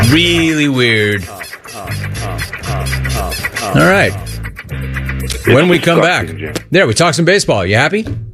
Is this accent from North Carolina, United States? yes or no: no; Los Angeles, California, United States; Hey, I grew up in Los Angeles. I've been a Dodger.